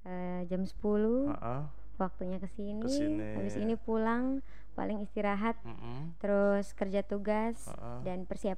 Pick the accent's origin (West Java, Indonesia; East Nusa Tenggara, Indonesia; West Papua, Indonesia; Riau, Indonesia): East Nusa Tenggara, Indonesia; Bajawa; born there; accent: Bajawa; first language Indonesian; Jadi kita ikut ke Flores 10 tahun.